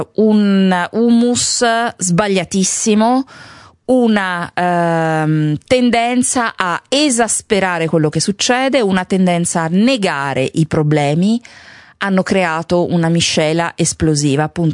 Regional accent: Vimercate, Lombardy, Italy; io sono di Vimercate, Simone è di Fiuggi, ma secondo te potremmo...

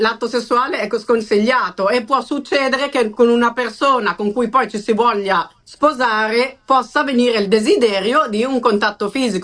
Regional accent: Switzerland; con orgoglio sono svizzera, quindi extracomunitaria, fuori dall'UE.

